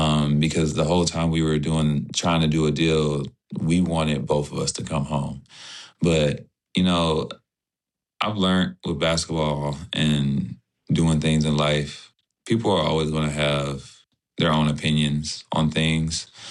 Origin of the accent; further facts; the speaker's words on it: United States; we're all American. At the end of the day, that flag represents every single one of us. And I'm proud to have that flag, just like everybody else.